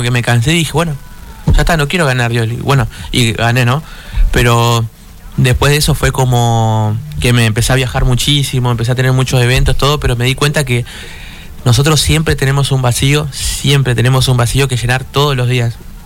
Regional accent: Argentina

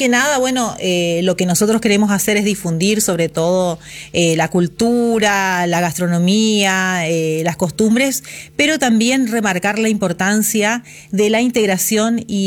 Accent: Corrientes, Argentina; Yo soy correntina. Soy correntina, así que yo siempre digo más correntina que el yacaré.

